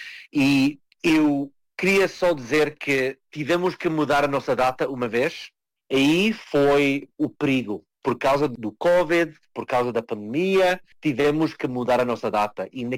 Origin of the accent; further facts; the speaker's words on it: Portugal; now in Canada; Então, foi aí que nós, como portugueses, podemos fazer muito quando estamos unidos.